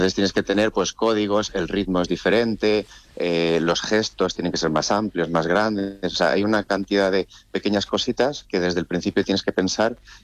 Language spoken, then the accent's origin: Spanish; Valladolid, Castile and León, Spain; born there; somos de Valladolid, de toda la vida.